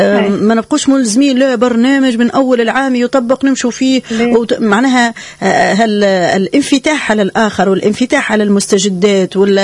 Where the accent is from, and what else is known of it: Tunisia